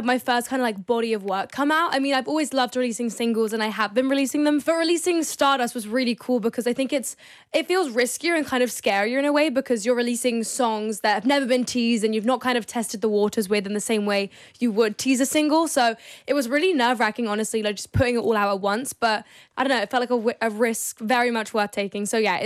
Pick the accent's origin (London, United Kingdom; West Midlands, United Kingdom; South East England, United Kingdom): London, United Kingdom; I'm a singer. I'm from London.